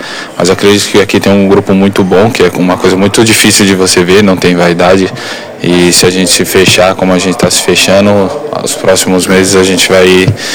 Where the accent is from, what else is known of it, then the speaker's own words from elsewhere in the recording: São Paulo, Brazil; moved away as an adult; now in Laranjeiras do Sul, Brazil; eu sou de São Paulo, né? Só que eu vim para Laranjeiras em 2019.